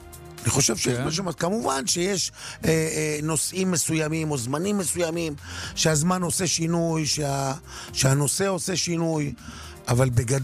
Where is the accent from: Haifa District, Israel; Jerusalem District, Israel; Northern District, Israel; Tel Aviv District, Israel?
Northern District, Israel; Kiryat Shmona; כשהייתי ילד, בקריית שמונה